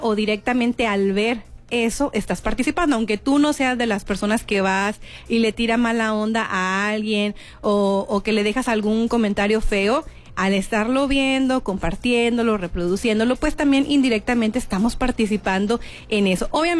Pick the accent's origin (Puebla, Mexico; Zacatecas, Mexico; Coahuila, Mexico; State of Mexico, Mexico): Coahuila, Mexico; Piedras Negras; yo creo que es algo que la gente que nacimos y crecimos en Piedras Negras y luego que a lo mejor hemos tenido oportunidad de vivir, ya sea por trabajo o lo que sea, en otra ciudad